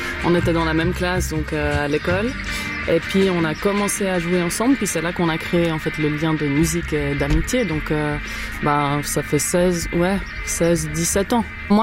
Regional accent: Abruzzo, Italy; Je suis des Abruzzes, mon papa, et ma maman de Vénétie.

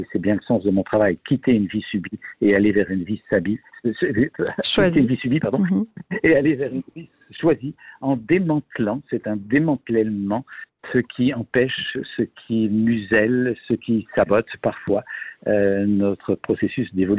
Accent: Belgium; J'ai passé l'âge de la retraite, j'ai 68 ans en Belgique, je suis belge

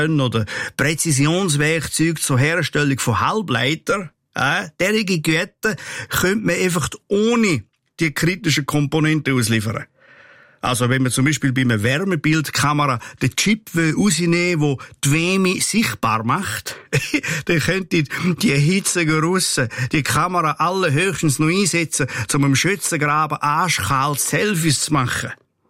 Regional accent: Switzerland; da sind wir Schweizer nämlich weltweit führend.

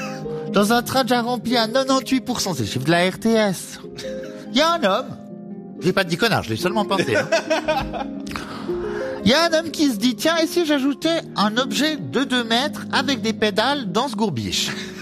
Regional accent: Geneva, Switzerland; Moi, je suis Genevois, donc normalement, dans un train, je devrais être assis.

